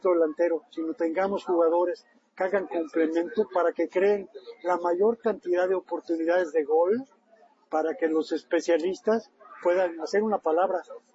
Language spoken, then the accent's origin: Spanish; Mexico; jugar un Mundial en mi país.